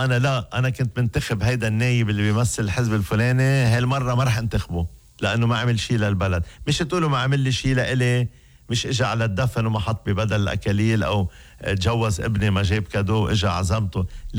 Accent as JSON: {"language": "Arabic", "country": "Lebanon", "said": "كلنا كلبنانيين بنشوف حالنا فيهم،"}